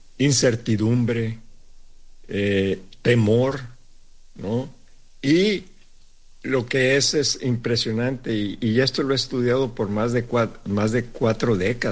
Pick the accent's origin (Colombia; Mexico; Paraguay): Mexico; Sinaloa; pues en los dichos de Yo Soy de Sinaloa, le puedo decir que usamos lo de aguanta vara